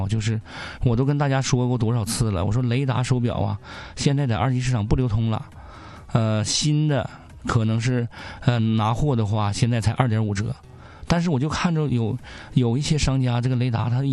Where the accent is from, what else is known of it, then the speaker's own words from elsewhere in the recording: Northeast China, China; accent: Northeastern Mandarin; 用我们东北话呀